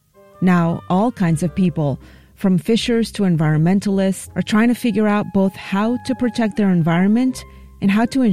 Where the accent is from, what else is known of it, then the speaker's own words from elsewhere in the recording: Venezuela; moved away; I grew up in Venezuela, along the Caribbean and not very far from Jamaica